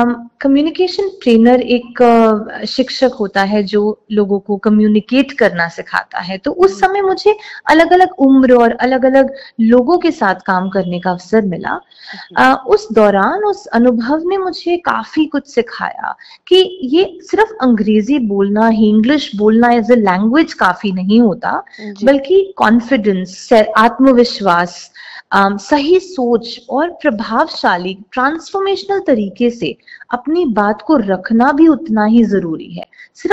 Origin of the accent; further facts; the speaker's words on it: Delhi, India; मेरा बचपन दिल्ली में बीता है, वहीं मेरा जन्म हुआ, वहीं मैं पली बड़ी